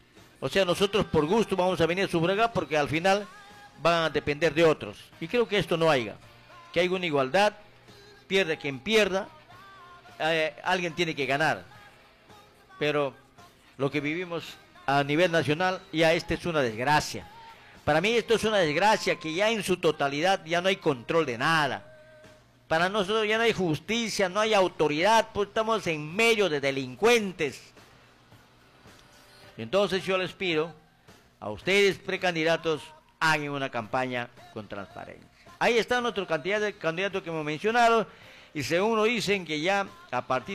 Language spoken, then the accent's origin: Spanish; Ucayali, Peru; born there; yo nací aquí, estimo mi pueblo